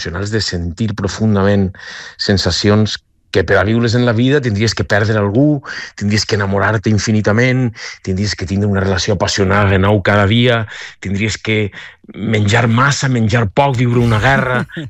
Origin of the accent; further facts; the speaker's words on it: Altea, Valencian Community, Spain; Jo soc nascut al TEA i soc al TEA